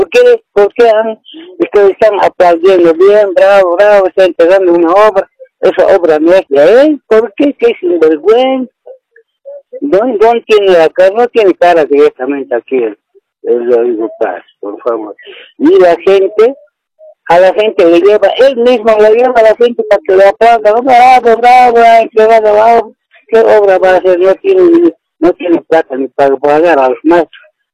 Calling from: Cochabamba, Bolivia; Aquí te estoy llamando de Cochabamba, Valle Alto.

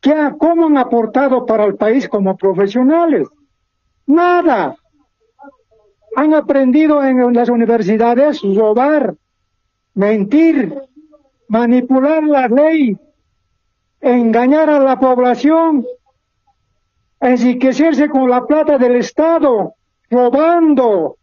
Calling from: La Paz, Bolivia; De La Paz

